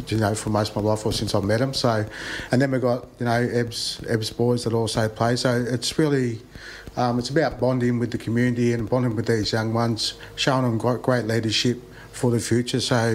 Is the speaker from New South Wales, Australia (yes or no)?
no; Victoria, Australia; I'm from Gunidjmara country